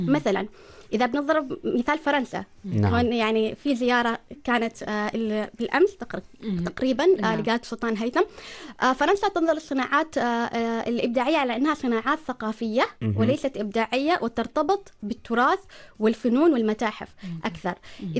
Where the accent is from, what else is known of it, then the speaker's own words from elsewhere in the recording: Oman; عندنا في سلطنة عمان